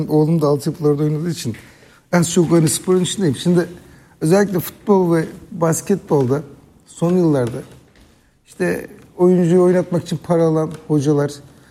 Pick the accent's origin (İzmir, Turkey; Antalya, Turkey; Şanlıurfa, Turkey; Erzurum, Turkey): Şanlıurfa, Turkey; Ve biz mesela ben Şanlıurfalıyım.